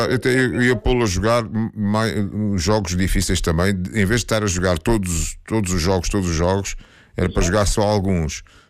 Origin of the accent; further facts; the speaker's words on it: Portugal; quando eu dizia que sou de Portugal